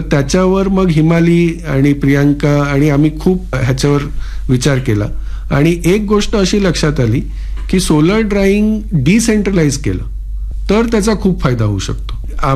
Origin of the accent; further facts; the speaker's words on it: Bordi, Maharashtra, India; आमचं गाव समुद्र किनारी आहे आणि एक वीकेंड डेस्टिनेशन आहे, तर खूप टुरिस्ट येतात. बोर्डी डहाणू हा जो परिसर आहे